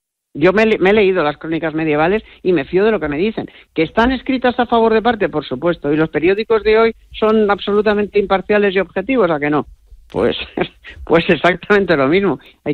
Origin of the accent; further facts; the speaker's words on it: Spain; O sea, yo soy española, me siento muy orgullosa de ser española, me siento muy orgullosa de mis raíces